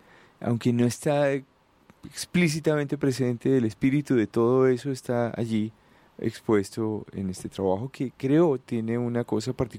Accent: Bogotá, Colombia; Yo soy bogotano, siempre hago viajes a Boyacá

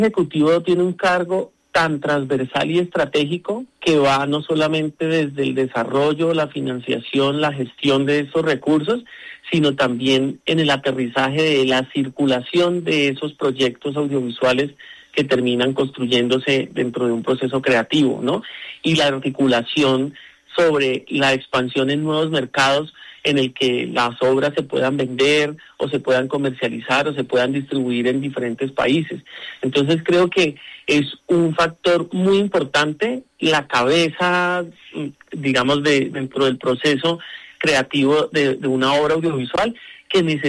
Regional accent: Colombia

